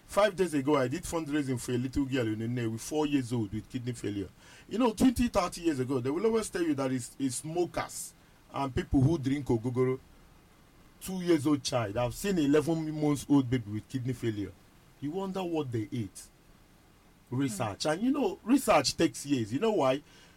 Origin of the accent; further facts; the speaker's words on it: Nigeria; I am a Nigerian.